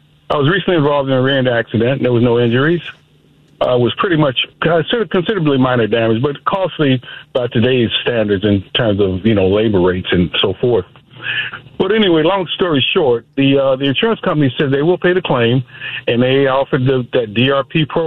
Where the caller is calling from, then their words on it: Bolingbrook, Illinois, United States; from Bolingbrook.